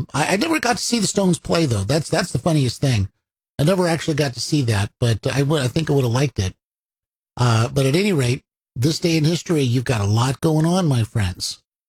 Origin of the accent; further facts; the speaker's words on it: California, United States; I never got into skateboarding, even though I was growing up in California and just about everybody had skateboards back then